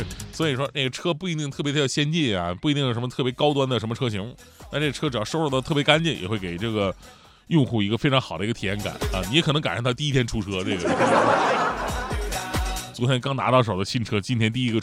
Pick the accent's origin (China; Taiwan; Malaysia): China; Changchun, Jilin; moved away; 以前我们老家长春的出租车呢